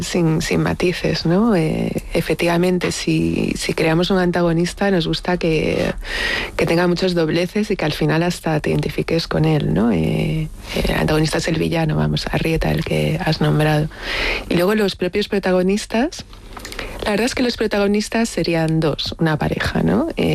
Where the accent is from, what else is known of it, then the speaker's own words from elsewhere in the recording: Galicia, Spain; yo soy gallega